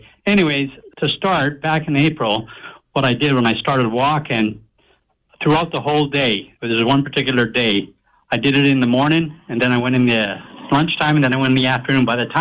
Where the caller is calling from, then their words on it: Nanaimo, British Columbia, Canada; from Nanaimo.